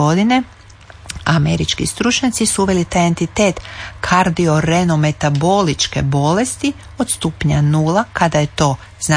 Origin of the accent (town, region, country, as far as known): Croatia